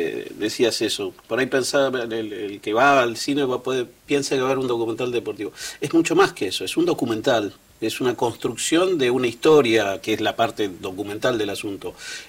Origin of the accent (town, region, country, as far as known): Argentina